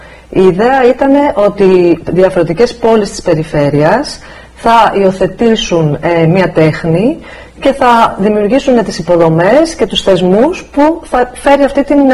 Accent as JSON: {"language": "Greek", "town": "Kavala", "region": "Eastern Macedonia and Thrace", "country": "Greece", "tie": "born or raised there", "moved": "as an adult", "said": "Είμαι από την Καβάλα, οπότε μεγαλώνοντας και εγώ σε μια επαρχία δεν υπήρχε τότε σχολή χορού"}